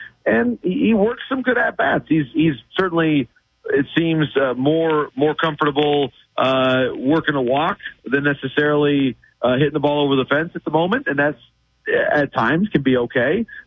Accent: Midwest, United States; And I'm from the Midwest in a small town, Mike.

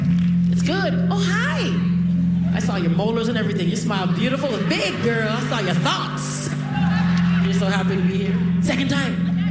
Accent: Toronto, Ontario, Canada; And I'm from Jane and Finch.

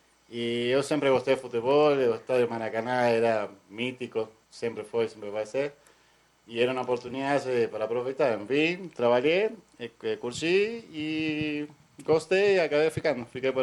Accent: Buenos Aires, Argentina; Portuguese is a second language; now in São Paulo, Brazil; Olha, é que eu sou de Buenos Aires, Argentina.

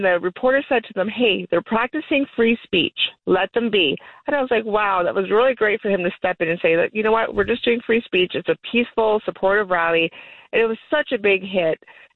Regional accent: Canada; I got praised as a Canadian hero because I was the only Canadian athlete that spoke up.

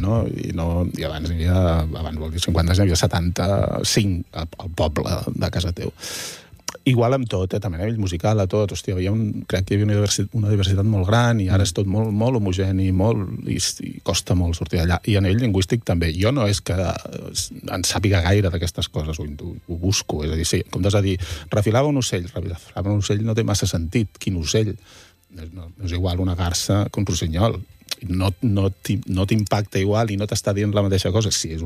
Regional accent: Taradell, Catalonia, Spain; Sí, que és d'on jo soc de Taradell

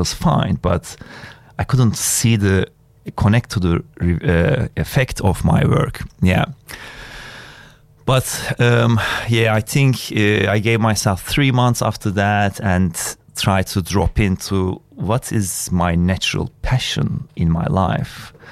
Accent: Istanbul, Turkey; moved away as an adult; also born or lived in Melbourne / Sydney; now in Byron Bay, Australia; I grew up in Istanbul at a, just middle-class family, I think, and studied engineering and then came to Australia and did a master's degree in business.

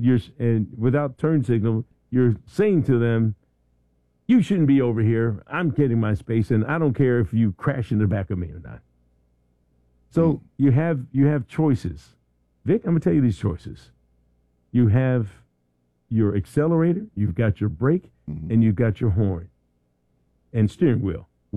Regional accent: Philadelphia, Pennsylvania, United States; I'm from Philly. I can say that.

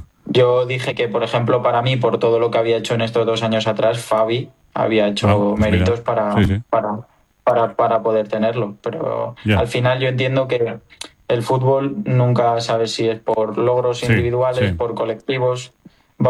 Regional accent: Spain; Ya no solo como aficionado, sino también como español.

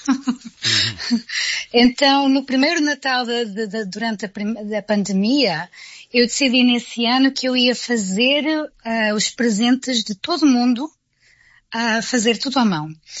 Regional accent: Loures, Lisbon, Portugal; moved away as an adult; also born or lived in Vila Franca de Xira; now in United Kingdom; de Lisboa, onde eu cresci e morei, especificamente em Loures. Eu fui criada em Loures, uhum, no distrito de Lisboa, e ainda tenho lá familiares, tenho dois irmãos ainda a morar lá em Loures

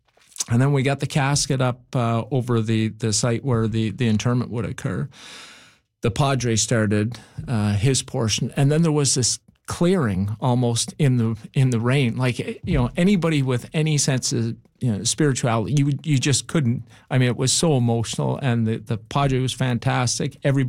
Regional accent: Newfoundland and Labrador, Canada; at the time knew I was from Newfoundland and had other obligations

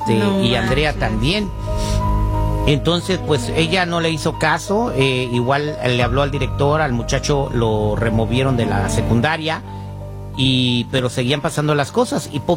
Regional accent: Morelia, Michoacán, Mexico; also born or lived in Pittsburg, California; now in United States; la ciudad que me vio crecer, Morelia, Michoacán.

